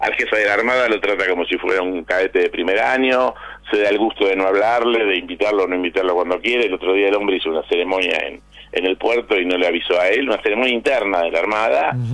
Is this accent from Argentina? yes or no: yes; Argentina; como veterano y como argentino